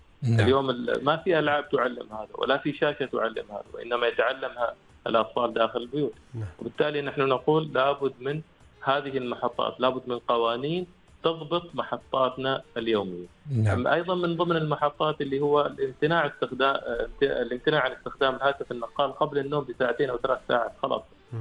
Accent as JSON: {"language": "Arabic", "country": "Oman", "said": "نحن اليوم عندنا في سلطنة عمان"}